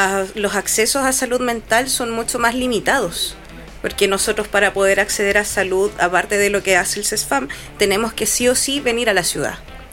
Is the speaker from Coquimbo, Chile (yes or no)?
yes; Tongoy, Coquimbo, Chile; lamentablemente yo soy de Tongoy